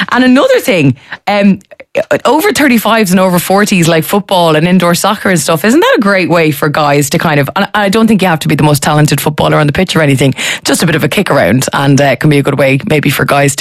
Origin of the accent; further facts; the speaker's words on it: Waterford, Munster, Ireland; now in Dublin, Ireland; I'm from Dublin, spent most of my life in Waterford. I moved back to Dublin in 2019